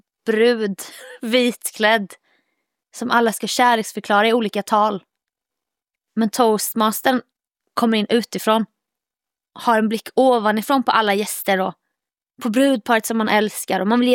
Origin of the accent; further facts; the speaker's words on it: Jönköping, Jönköping County, Sweden; moved away as an adult; jag körde ett gig i min hemstad. Som då Jönköpingsdottern